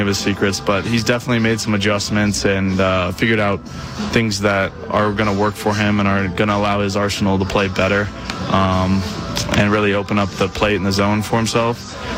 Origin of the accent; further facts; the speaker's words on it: Lubbock, Texas, United States; especially being from Lubbock